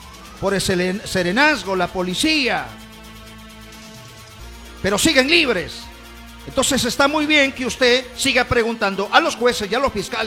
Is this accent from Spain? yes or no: no; Jaén province, Cajamarca, Peru